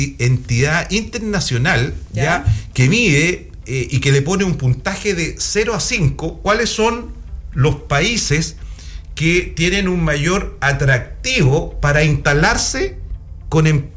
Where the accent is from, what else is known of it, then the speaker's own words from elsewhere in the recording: Chile; nosotros en Chile